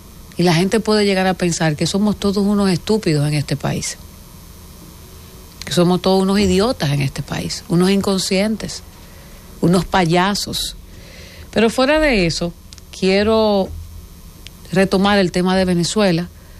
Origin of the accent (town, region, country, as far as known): Dominican Republic